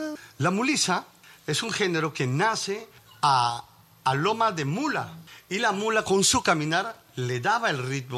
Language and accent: Spanish; Huánuco, Peru; pues Huánuco me quiere mucho, mi tierra.